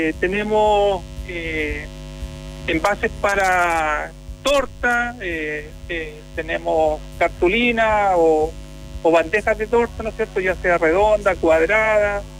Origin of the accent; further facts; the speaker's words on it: Curanilahue, Biobío, Chile; moved away; la verdad es que yo me fui de Curanilagüe hace 30 años con la expectativa de buscar intenciones en otros lugares y efectivamente me resultó. Y después de un tiempo he decidido volver a mi comuna, en la cual yo siempre me he sentido parte